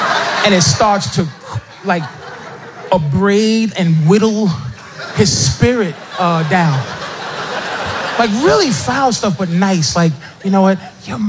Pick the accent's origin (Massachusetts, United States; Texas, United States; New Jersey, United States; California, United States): Massachusetts, United States; Boston; I'm from Boston, man. I got a PhD in white people, man. I grew up around them.